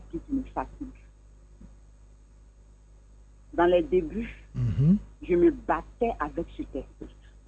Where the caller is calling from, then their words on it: Abidjan, Côte d’Ivoire; J'appelle d'Abidjan.